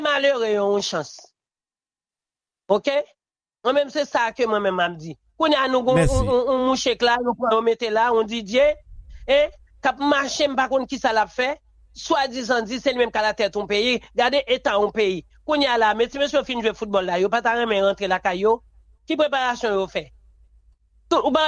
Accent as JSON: {"language": "French", "country": "Haiti"}